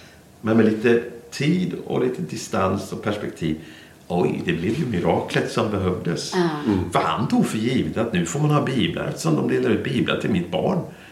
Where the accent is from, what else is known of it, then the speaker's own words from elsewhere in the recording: Albania; accent: North Albanian dialect; Och jag pratar en nordalbansk dialekt. Så jag kan väl... Liksom, typ om du hör en riktig skåning. Så låter det när jag pratar albanska.